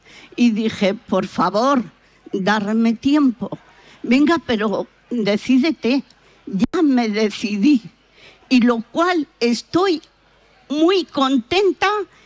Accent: Arcas del Villar, Castilla-La Mancha, Spain; moved away as an adult; now in Villalba, Spain; Pues llevo 44 años. Soy de Arcas del Villar, que no se me olvida mi pueblo.

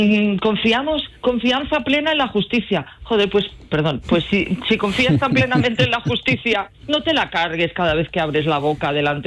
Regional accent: Spain

